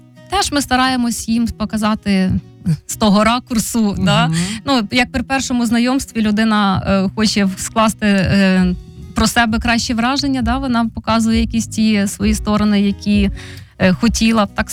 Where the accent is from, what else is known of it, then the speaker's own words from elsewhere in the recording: Vinnytsia, Vinnytsia Oblast, Ukraine; Я не корінна, але свідоме своє життя, ну це з першого класу, я вже живу в Вінниці.